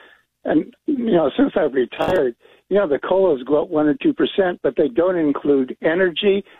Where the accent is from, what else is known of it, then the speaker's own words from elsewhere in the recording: United States; Now, I'm a Social Security retiree, and I'm not a deadbeat. But the thing is, I feel the way, and I'm an American worker